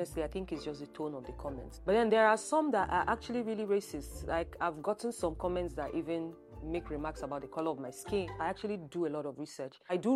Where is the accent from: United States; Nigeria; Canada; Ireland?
Nigeria; as a Nigerian that I am